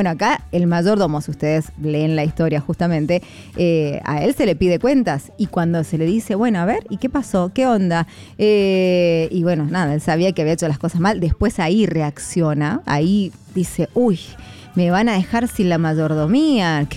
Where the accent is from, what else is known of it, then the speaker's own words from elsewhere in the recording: Mendoza, Argentina; Yo estoy muy feliz, muy contenta en mi país. Amo mi país. Amo Argentina, Mendoza, así que no.